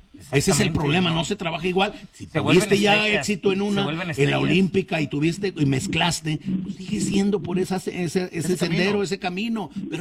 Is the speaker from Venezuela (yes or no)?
no; Mexico; En el fútbol mexicano no tenemos un proyecto